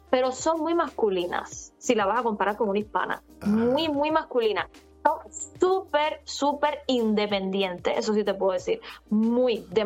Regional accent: Cuba; first language Spanish; now in Sweden; empecé con esa página de TikTok de … Empecé a hablar español en los live

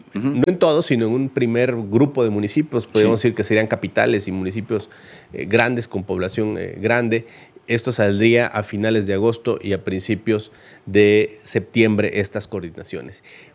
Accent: Minatitlán, Veracruz, Mexico; moved away; La mejor comida del mundo está ahí en mi pueblo, Minatitlán.

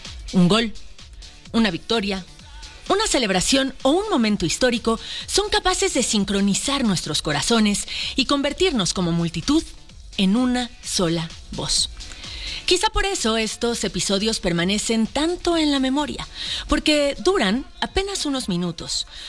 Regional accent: Mexico

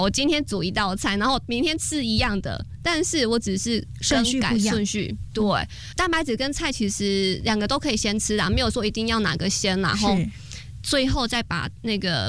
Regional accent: Taiwan; 我们台湾人最喜欢吃地瓜，

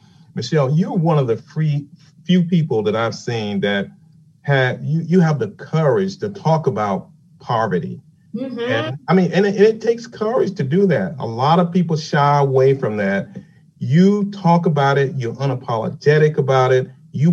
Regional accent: North Carolina, United States; I grew up in rural North Carolina. I mean, you talk about poverty. That's how I grew up.

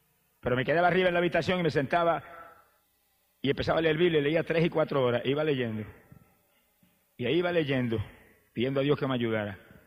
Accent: Puerto Rico; born or raised there

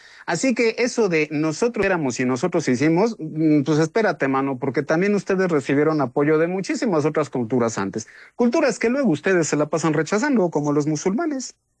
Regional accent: Mexico; No somos España, no somos los pueblos prehispánicos, somos mexicanos como producto de todas esas cosas.

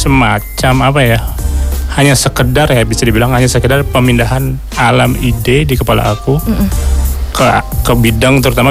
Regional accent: Bogor, West Java, Indonesia; Oh ya, aku dari Bogor.

